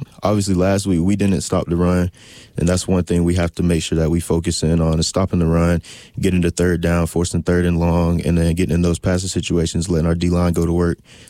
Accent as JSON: {"language": "English", "town": "Tallapoosa", "region": "Georgia", "country": "United States", "tie": "born there", "moved": "as an adult", "said": "I started playing football when I was 7 years old. Little rec team in my town, Tallapoosa Red Devils."}